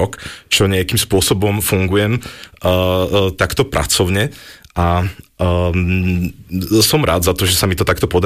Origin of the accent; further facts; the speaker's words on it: Košice, Košice Region, Slovakia; now in Bratislava, Slovakia; pochádzam z východného Slovenska, konkrétne z Košíc a okolia.